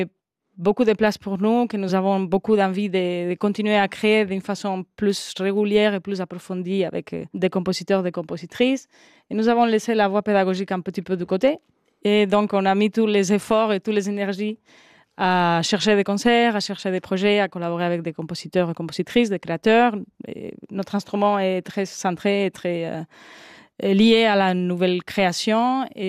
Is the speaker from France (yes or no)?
no; southern Spain, Spain; French is a second language; moved away; Nous venons de l'Espagne, tous les deux du Sud.